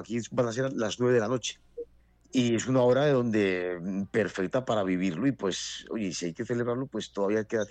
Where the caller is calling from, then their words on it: Logroño, La Rioja, Spain; aquí en Logroño